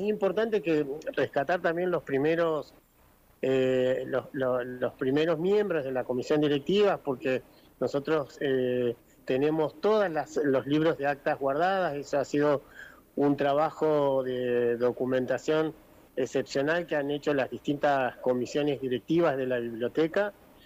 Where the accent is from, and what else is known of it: Ingeniero Jacobacci, Río Negro, Argentina